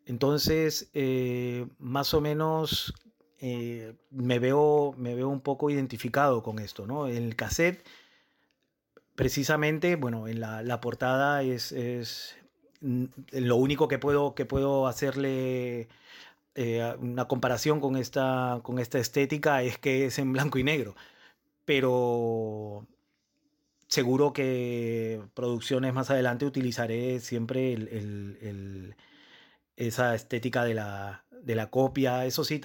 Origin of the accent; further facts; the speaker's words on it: Lima, Peru; en mi ciudad natal, ¿no? En Lima